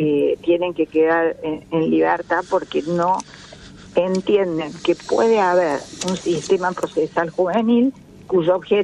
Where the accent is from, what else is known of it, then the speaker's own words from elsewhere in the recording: Córdoba, Argentina; yo por ejemplo soy cordobesa